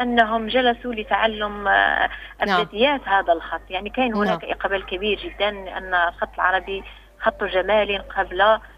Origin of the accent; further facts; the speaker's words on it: Morocco; أنا باعتباري أنا من المغرب